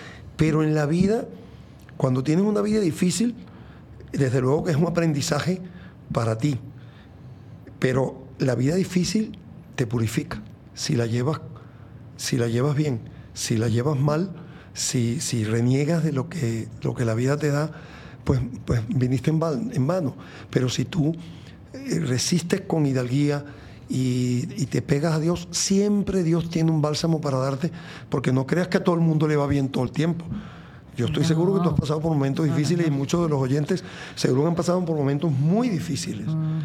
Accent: Venezuela; moved away; Y yo le he preguntado a carpinteros, plomeros, gente de mi país, de Venezuela

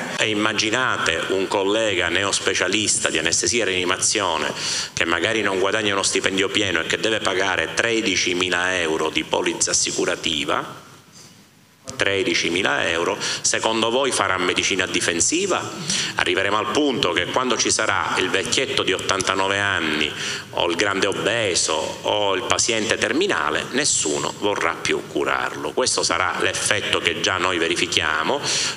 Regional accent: Sicily, Italy; sono siciliano

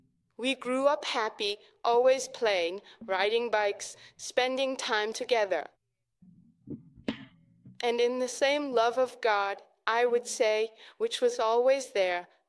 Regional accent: Bogota, Bogotá, Colombia; Well, I was born and raised in Bogota, spent my whole childhood and adolescence there. Let's say we grew up in a Catholic home, though not exactly very devout

